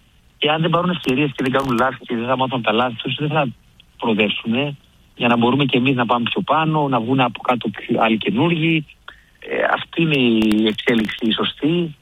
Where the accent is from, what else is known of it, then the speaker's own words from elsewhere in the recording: Greece; also born or lived in Cyprus; όταν έφυγα από την Ελλάδα